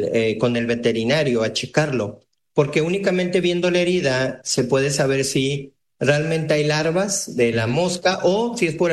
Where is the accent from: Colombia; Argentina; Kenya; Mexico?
Mexico; si vengo de México y estoy pasando esto, pues no lo estoy pasando ni de contrabando, o sea, estoy pasándolo aquí en mi país.